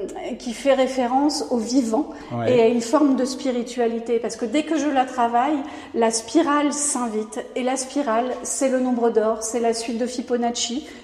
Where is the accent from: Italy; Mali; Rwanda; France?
France; Bayeux, Normandy; Mais presque, puisque j'ai grandi à Bayeux.